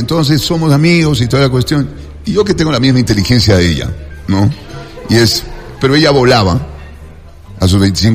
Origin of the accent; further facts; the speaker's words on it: Quito, Pichincha, Ecuador; now in Cuenca, Ecuador; Y la verdad, yo viviendo en Cuenca sí me doy cuenta que los quiteños cantamos. Yo no, porque yo no tengo acento quiteño. Yo tengo un mix de dónde he vivido, de la familia que tengo, porque tengo familia tanto costeña como serrana.